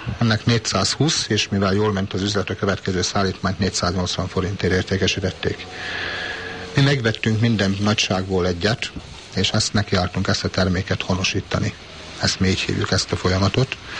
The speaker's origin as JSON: {"language": "Hungarian", "town": "Szombathely", "region": "Vas", "country": "Hungary", "tie": "born or raised there", "also_born_or_lived": "Soviet Union", "accent": "Vas", "said": "Igen, itt születtem 40 évvel ezelőtt. A megye határait azt mindössze 5 évre hagytam el. Visszajöttem ide a Szabáriába az egyetem elvégzése után"}